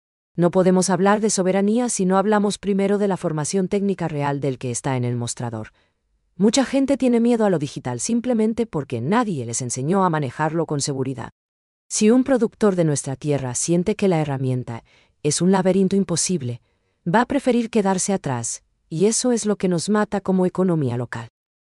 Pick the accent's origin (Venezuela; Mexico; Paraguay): Paraguay; esa chispa humana que nos identifica a los paraguayos